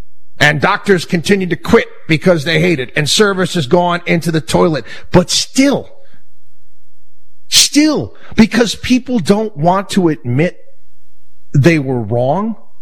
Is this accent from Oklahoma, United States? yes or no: no; New York, United States; I grew up in New York, and there's a lot of government buildings in the state of New York that are just plain ugly.